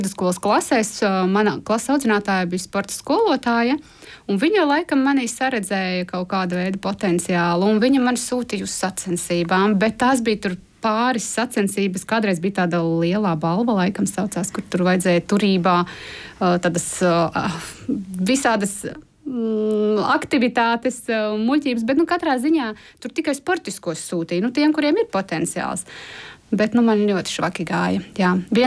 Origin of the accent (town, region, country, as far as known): Jelgava, Zemgale, Latvia; born there; also born or lived in Viļaka